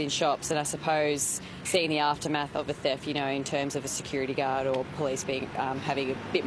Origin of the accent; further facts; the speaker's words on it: Shepparton, Victoria, Australia; moved away; I think growing up in Shepparton